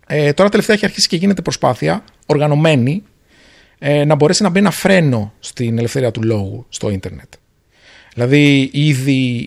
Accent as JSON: {"language": "Greek", "country": "Greece", "lives_now": "Singapore"}